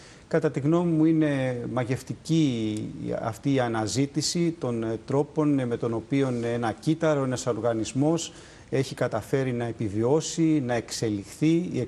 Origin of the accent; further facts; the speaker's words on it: Athens, Attica, Greece; moved away as an adult; now in Crete, Greece; είμαι από την Αθήνα, είμαι στο Γεωπονικό Πανεπιστήμιο Αθηνών, αλλά εδώ και 25 χρόνια έχω ριζώσει στην Κρήτη.